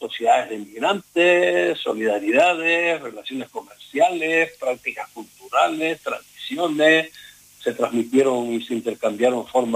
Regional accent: Canary Islands, Spain; esa época en mi pueblo, por ejemplo, sin Baleo y en muchos otros de Canarias, sabemos de montones de gente familiares que estuvieron en Cuba

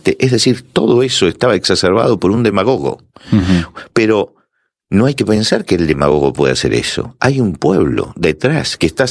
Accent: Argentina

